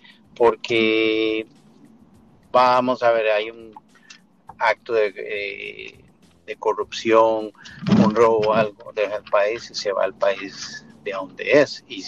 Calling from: Costa Rica; yo soy de Costa Rica.

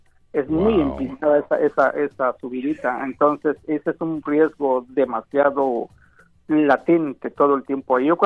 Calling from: Chelsea, Massachusetts, United States; Yo vivo en La Grove

